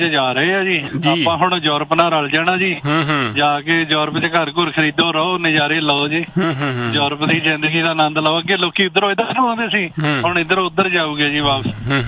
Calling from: Brampton, Ontario, Canada

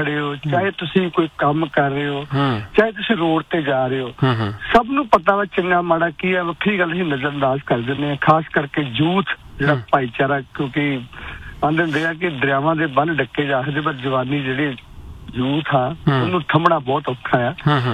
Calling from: Canada; ਅਸੀਂ ਕੈਨੇਡਾ ਵਾਲੇ

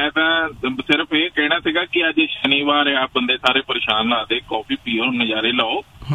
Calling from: Hoshiarpur, Punjab, India; ਮੈਂ ਵੀ ਹੁਸ਼ਿਆਰਪੁਰ ਤੋਂ ਹੀ ਹੈ

